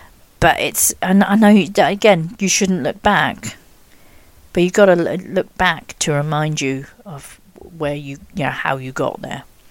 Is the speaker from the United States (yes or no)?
no; England, United Kingdom; I'm English.